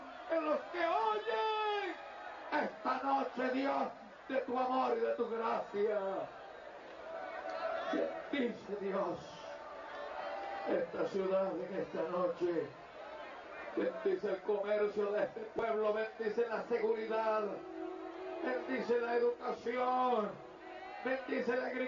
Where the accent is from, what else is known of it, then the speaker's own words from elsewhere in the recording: Altagracia de Orituco, Guárico, Venezuela; A la edad de 14 años, en mi pueblo natal, la ciudad de Altagracia de Olituco, en el estado Guárico